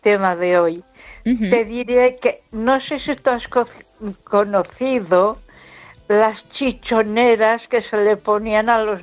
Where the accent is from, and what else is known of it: Ponferrada, Castile and León, Spain